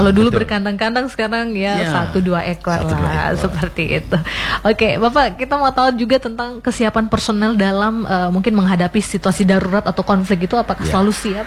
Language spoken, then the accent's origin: Indonesian; East Nusa Tenggara, Indonesia; Tapi memang agak susah ya Bapak ya, karena ini terkait dengan budaya kita sebagai orang Sumba.